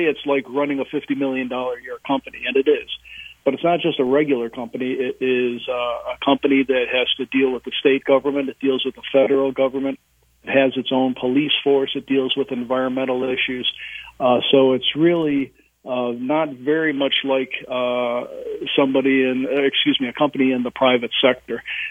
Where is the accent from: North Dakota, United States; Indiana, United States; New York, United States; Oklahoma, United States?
New York, United States; Webster; born or raised there